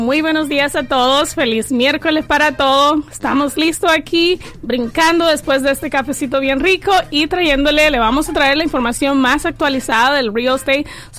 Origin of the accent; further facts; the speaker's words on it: Dominican Republic; moved away as an adult; now in United States; Sí, soy de la República Dominicana, allá nací, me crié, llegué aquí a los Estados Unidos cuando tenía 23 años, entonces okay, estoy acostumbrada a lo tropical.